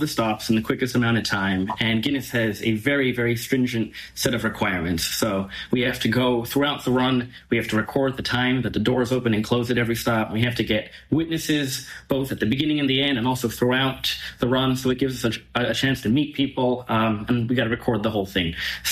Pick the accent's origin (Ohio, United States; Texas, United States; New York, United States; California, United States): New York, United States; New York City; I'm from New York City